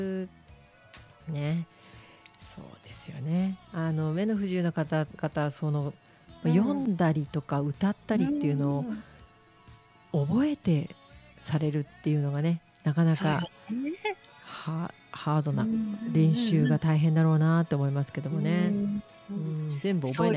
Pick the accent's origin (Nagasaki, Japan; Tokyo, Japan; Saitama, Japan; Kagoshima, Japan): Saitama, Japan; Koshigaya; 海のない埼玉県越谷市で生まれ育った私は海に憧れてました。